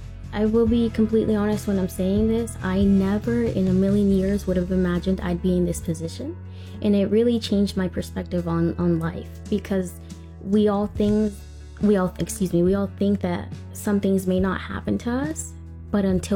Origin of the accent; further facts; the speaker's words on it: Savannah, Georgia, United States; from Savannah.